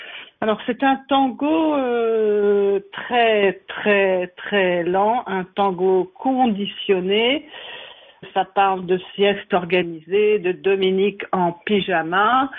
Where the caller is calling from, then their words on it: Montmorillon, Nouvelle-Aquitaine, France; j'appelle de Montmorillon, dans le sud de la Vienne. Je suis choriste